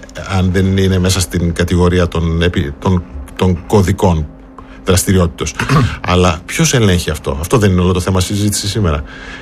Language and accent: Greek; Brazil; Επειδή εγώ είμαι από την Λατινική Αμερική, από τη Βραζιλία, σε ενημερώνω ότι δεν υπάρχει καμία παραμόρφωση στη Βραζιλία και στη Λατινική Αμερική.